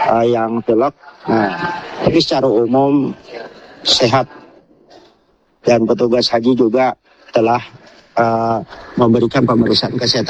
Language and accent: Indonesian; Banjarmasin, South Kalimantan, Indonesia; kami dari Kloter BDJ01 yang berasal dari kota Banjarmasin